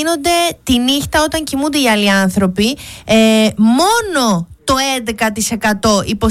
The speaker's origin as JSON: {"language": "Greek", "country": "Greece", "said": "γενικότερα όλοι σαν Έλληνες, uh-huh, δεν παρτάρουμε όπως παλιά"}